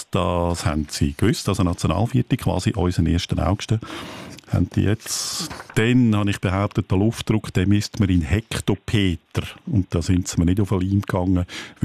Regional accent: Aargau, Switzerland; Das kommt aus meiner Heimat, dem Kanton Aargau.

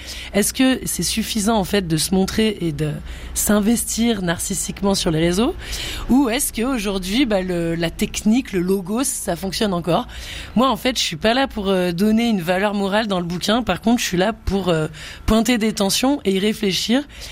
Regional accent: France; en Haute-Savoie, à Lyon, en Rhône-Alpes, puisque je suis française.

